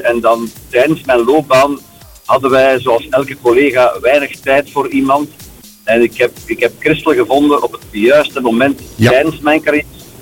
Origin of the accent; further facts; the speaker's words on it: Leden, East Flanders, Belgium; Ik ben eigenlijk afkomstig van Leden bij Aalst.